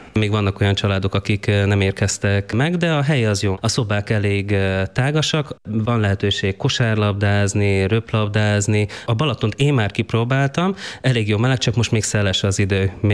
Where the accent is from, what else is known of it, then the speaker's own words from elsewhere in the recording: Zakarpattia Oblast, Ukraine; Igen, biciklitúrára érkeztünk Kárpátaljáról. Otthon Kárpátalján már többször szerveztünk biciklitúrát